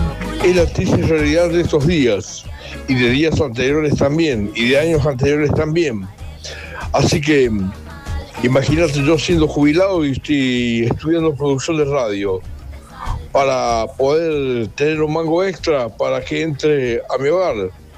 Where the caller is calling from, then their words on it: Córdoba, Argentina; de Alta Córdoba